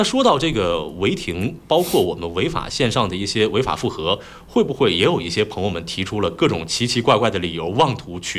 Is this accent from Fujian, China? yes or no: yes; Fuzhou, Fujian, China; 还有我老家福州，